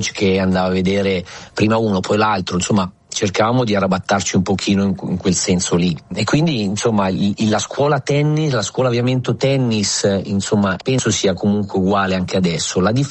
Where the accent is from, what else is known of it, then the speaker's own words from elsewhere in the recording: Monza, Lombardy, Italy; moved away as an adult; ma sono poi cresciuto sia a Monza con maestri Gambacurta e Galmozzi fino ai 20 anni.